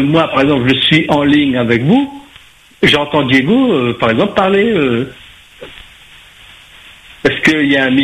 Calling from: France; Je vous appelle de Métropole

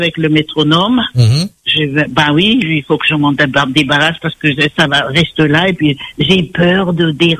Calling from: Saint-Denis, Réunion; Là, je suis à Saint-Denis, Belle-Pierre.

